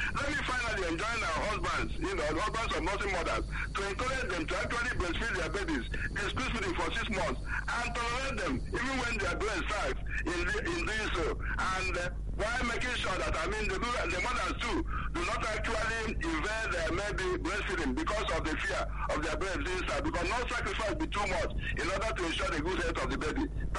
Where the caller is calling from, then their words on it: Imo, Nigeria; I'm calling from Maryland, Imo State.